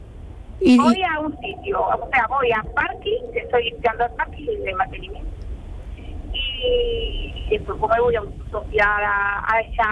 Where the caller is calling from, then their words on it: Olivares, Andalusia, Spain; Yo soy de Olivares.